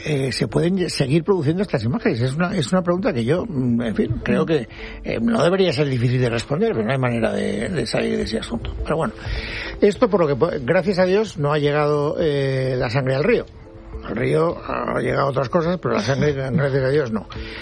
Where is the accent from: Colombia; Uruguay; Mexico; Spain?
Spain; Valencian Community; tengo 70 años, soy valenciano